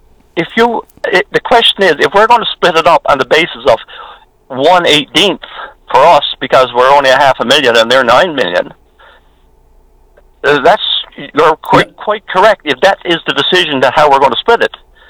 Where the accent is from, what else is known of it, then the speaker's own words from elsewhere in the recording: Newfoundland and Labrador, Canada; There's 9 million of them, and there's only half a million of us.